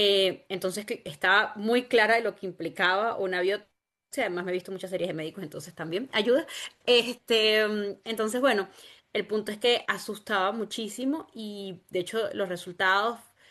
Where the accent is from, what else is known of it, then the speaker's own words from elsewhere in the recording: Caracas, Capital District, Venezuela; moved away as an adult; now in Quebec, Canada; el ritmo de Caracas, que es mi ciudad natal y era donde yo vivía antes de venir acá, es un ritmo súper, súper acelerado. Yo además vivía como en la zona metropolitana de Caracas